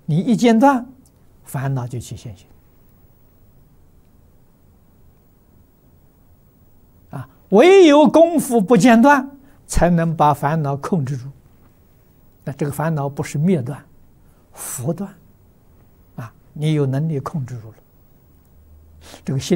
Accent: China; also born or lived in Fujian; 我小时候，我住家乡，啊，我们榆江县没有自来水。抗战期间，我住在福建，我住在延平，没有自来水，建瓯也没有自来水。

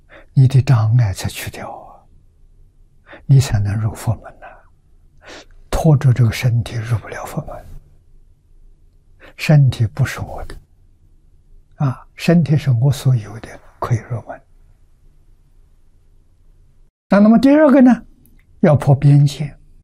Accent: China; 我们中国人

